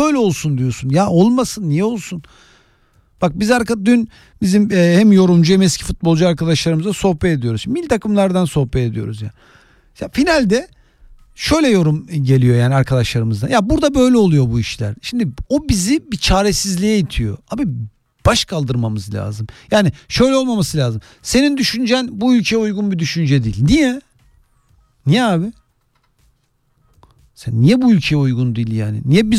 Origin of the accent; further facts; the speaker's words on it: Istanbul, Turkey; ben Gazi Osman Paşa'da büyüdüm benim. Annem babam Yugoslavya'dan gelmiş